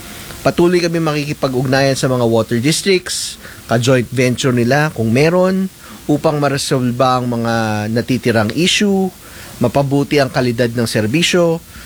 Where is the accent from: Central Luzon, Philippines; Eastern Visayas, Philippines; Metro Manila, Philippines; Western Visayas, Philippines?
Central Luzon, Philippines; Bulacan; Taga-Bulacan ako